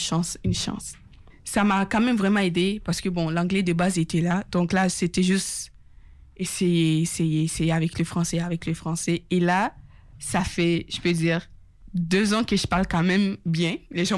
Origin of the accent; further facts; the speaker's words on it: Ontario, Canada; French is a second language; now in Quebec City, Canada; je suis quand même issue de l'immigration ici à Québec, je viens de l'Ontario.